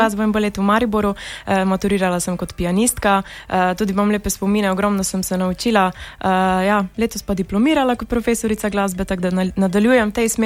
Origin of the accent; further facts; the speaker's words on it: Prekmurje, Slovenia; jaz sem Prekmurka